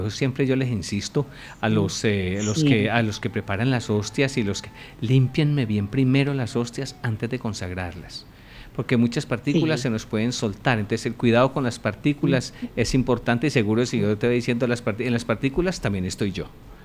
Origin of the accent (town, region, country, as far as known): Antioquia, Colombia